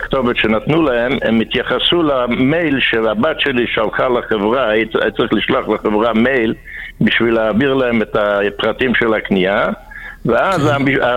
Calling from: Jerusalem, Jerusalem District, Israel; אנחנו מירושלים.

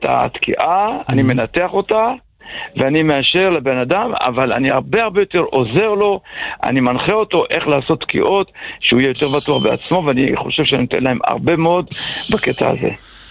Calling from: Beit Shemesh, Jerusalem District, Israel

